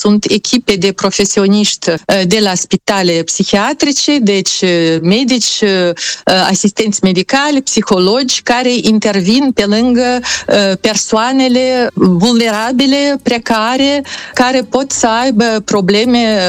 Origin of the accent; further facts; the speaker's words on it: Moldova; now in France; ca moldovean